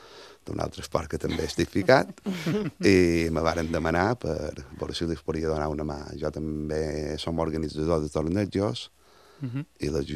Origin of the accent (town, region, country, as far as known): Montuïri, Balearic Islands, Spain; born or raised there